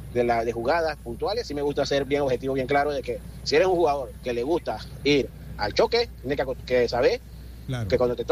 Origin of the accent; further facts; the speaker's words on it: Panama; Soy panameño.